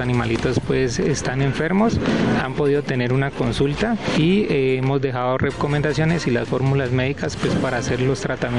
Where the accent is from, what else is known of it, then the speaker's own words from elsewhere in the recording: Mondomo, Cauca, Colombia; Yo soy de Mondomo, Cauca.